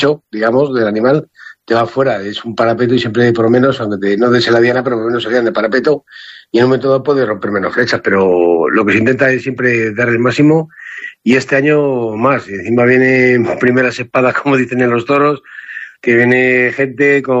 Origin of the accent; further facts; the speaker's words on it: Ávila, Castile and León, Spain; ¿cómo lo hacemos en mi pueblo? Bueno, Ávila, joder, ya que he quedado campeón de España y tal